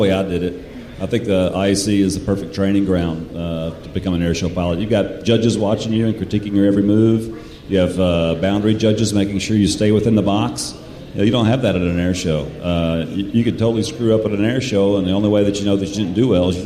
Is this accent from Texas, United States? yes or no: no; Memphis, Tennessee, United States; Memphis, Tennessee.